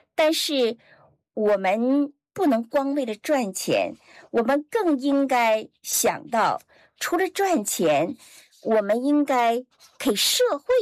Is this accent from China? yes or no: no; New Zealand; 我们新西兰人对环保更加重视，它也成为我们新西兰生活的一部分。